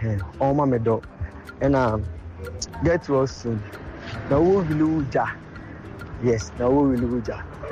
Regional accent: Senya Breku, Central Region, Ghana; first language Ewutu; English is a second language; now in Achimota, Ghana; I'm speaking from Achimota. So, I am an Ewutu. I'm from Senya Breku in the Ewutu Senya West District.

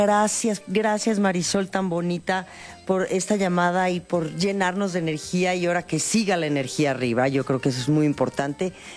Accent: Mexico; Claro, somos un gran país y me encanta que entre tú y yo nos reafirmemos como mexicanos.

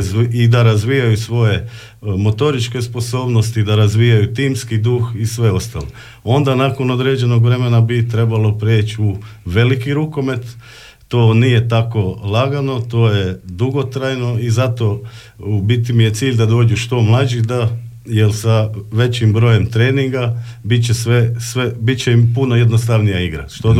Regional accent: Karlovac, Karlovac County, Croatia; moved away as an adult; now in Lošinj, Croatia; dolazim iz Karlovca, došao sam na otok prije godinu dana, želja mi je tu ostati trajno

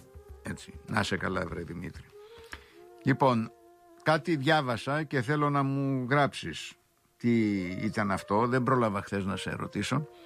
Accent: Crete, Greece; born there; moved away; Το 2026, όταν εγώ ζούσα στο χωριό μου εκεί στα ορεινά της Κρήτης στο οροπέδιο.

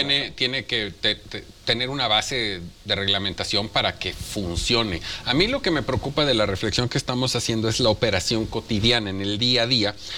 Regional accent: Mexico; nos involucra como mexicanos.

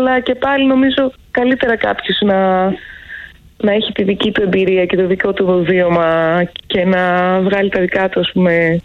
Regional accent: Thessaloniki, Central Macedonia, Greece; moved away as an adult; now in Athens, Greece; μεγάλωσα, γεννήθηκα στη Θεσσαλονίκη.

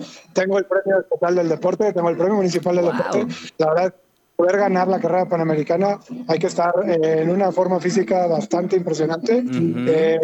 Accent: San Luis Potosí, Mexico; pasamos por mi ciudad natal que es San Luis Potosí, así es que estoy muy contento de pasar por ahí porque la gente nos trata muy bien.

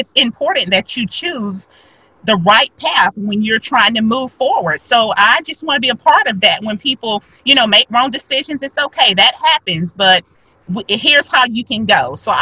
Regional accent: Newton, Mississippi, United States; now in Chattanooga, United States; Newton, Mississippi is a very small town. It one high school. When I moved to Chattanooga, I was overwhelmed with the amount of schools that they had. But Newton, Mississippi, everybody went to the same high school. It's a little small town that I started out with elementary school.

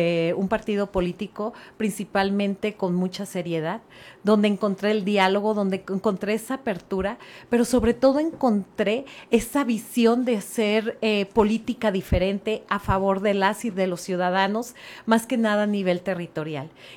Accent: El Salto, Jalisco, Mexico; born there; yo soy nacida en el Salto, así es que he visto todos los cambios históricamente de mi municipio, sí, desde hace 20 años

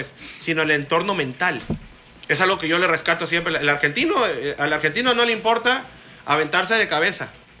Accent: Mexico

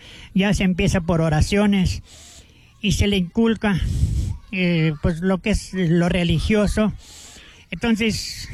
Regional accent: Chihuahua, Mexico; ahorita somos mexicanos

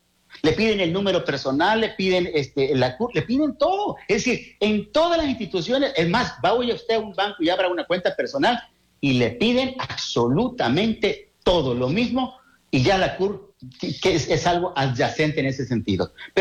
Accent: Mexico; como buen mexicano, como buenos mexicanos

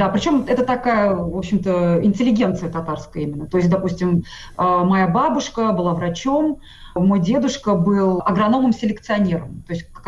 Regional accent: Tatarstan, Russia; first language Tatar; Russian is a second language; Ну, смотрите, я, конечно, знала, что я татарка.

